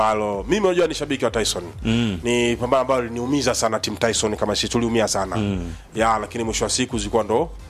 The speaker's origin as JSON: {"language": "Swahili", "country": "Tanzania", "said": "kama Mtanzania"}